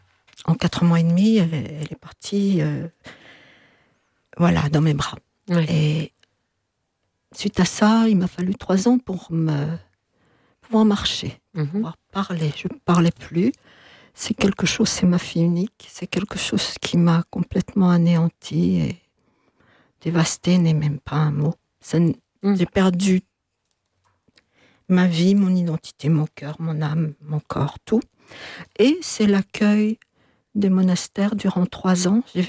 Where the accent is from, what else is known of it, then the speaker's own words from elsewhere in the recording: Belgium; Son papa et moi, nous sommes belges, européens, et nous étions enseignants.